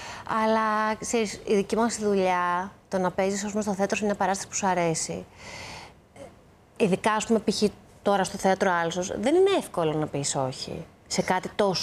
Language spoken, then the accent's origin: Greek; Athens, Attica, Greece; Ο μπαμπάς μου ήταν από το Λαφίστη Βιωτίας. Ναι. Εγώ γεννήθηκα στην Αθήνα και μεγάλωσα στην Αθήνα.